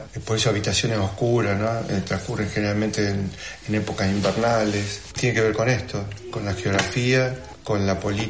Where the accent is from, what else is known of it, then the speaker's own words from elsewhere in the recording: Rosario, Santa Fe, Argentina; born there; moved away as an adult; now in Ushuaia, Argentina; yo nací en Rosario, provincia de Santa Fe, no soy de Tierra del Fuego.